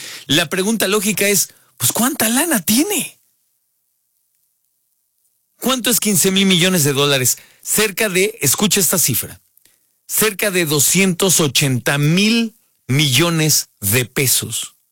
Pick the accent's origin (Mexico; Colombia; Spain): Mexico